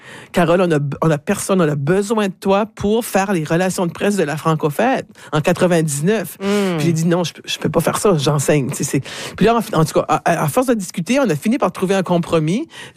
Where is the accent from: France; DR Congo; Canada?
Canada; Moncton, New Brunswick; c'est fait que je suis revenue chez moi à Moncton. Je vivais à Dieppe à ce moment-là, donc je suis revenue à Dieppe en juillet 2001 en fait.